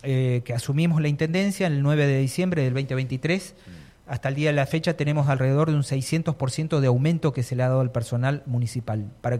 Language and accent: Spanish; Allen, Río Negro, Argentina; Soy una persona de Barrio Tiro Federal, de Allen, todos me conocen, estoy viviendo en Barrio Sauce